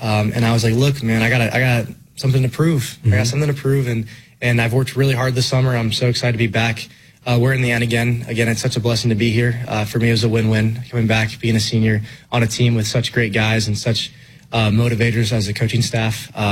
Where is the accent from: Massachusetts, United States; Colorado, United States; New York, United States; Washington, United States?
Colorado, United States